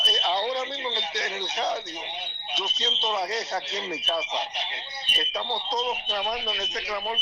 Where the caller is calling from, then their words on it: Fajardo, Puerto Rico; yo soy de aquí de Fajardo.